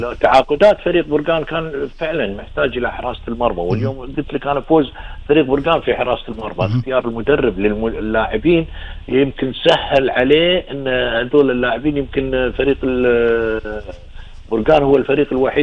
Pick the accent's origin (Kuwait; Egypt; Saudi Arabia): Kuwait; لعبة كرة اليد لها شعبية كبيرة عندنا في الكويت